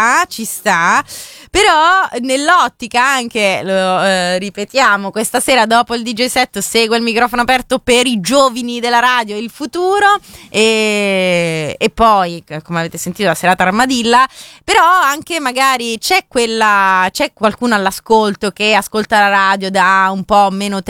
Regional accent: England, United Kingdom; also born or lived in Rome; Io sono di Roma, sono cresciuta, sono diventata adulta in Inghilterra.

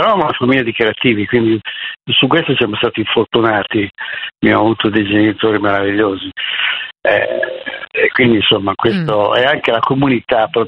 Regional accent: Milan, Lombardy, Italy; also born or lived in Genoa / Crotone; io sono nato di passaggio a San Pier d'Arena, a Genova, poi sono andati a Crotone, a Calabria, seguiva questa impresa, finalmente ci siamo stabilizzati, si è stabilizzata i miei genitori diciamo, a Milano, io avevo 4 anni

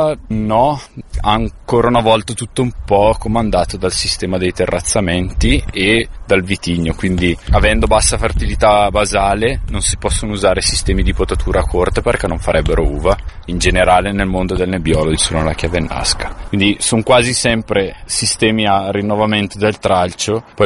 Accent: Bergamo, Lombardy, Italy; moved away as an adult; now in Valtellina, Italy; Sono bergamasco, dopo gli studi e aver fatto un po' di esperienza in giro, la possibilità casualmente di venire a lavorare qui in Valtellina come operaio di campagna.

